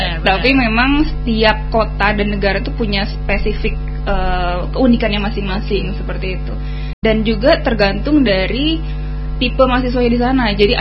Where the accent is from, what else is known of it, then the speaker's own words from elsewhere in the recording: Bogor, West Java, Indonesia; Kalau dari kecil itu besar di Bogor, Jawa Barat.